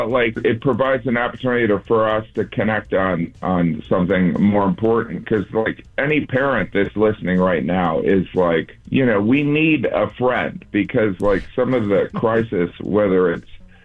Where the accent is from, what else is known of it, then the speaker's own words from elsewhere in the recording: Midwest, United States; I'm a Midwesterner myself